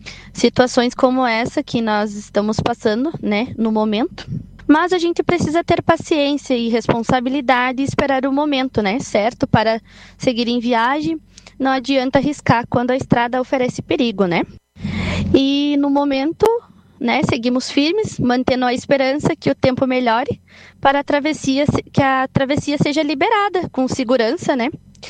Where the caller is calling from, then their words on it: Vacaria, Rio Grande do Sul, Brazil; motorista da Transportes Marvel. Eu sou de Vacaria, Rio Grande do Sul. Moro no bairro Imperial. Nesse momento, eu me encontro aqui em Las Catitas, na província de Mendoza, na Argentina